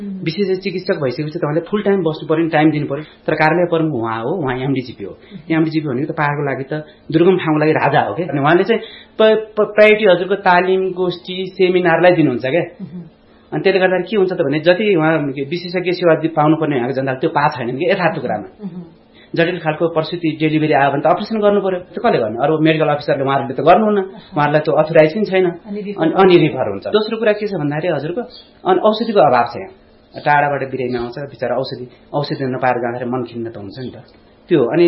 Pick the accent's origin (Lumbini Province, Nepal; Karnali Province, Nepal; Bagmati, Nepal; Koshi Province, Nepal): Karnali Province, Nepal; Surkhet; moved away as an adult; now in Humla, Nepal; मेरो घर चाहिँ सिर्खेत हो। हजुर, म यहाँ आएको चाहिँ साउनदेखि हो।